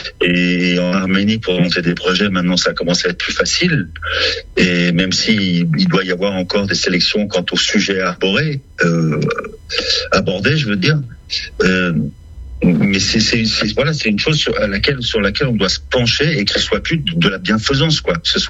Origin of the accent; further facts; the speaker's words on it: Lebanon; moved away; Pendant la guerre, nous, quand on est parti, mon père, je l'ai revu 8 ans plus tard, quoi. On a quitté le Liban.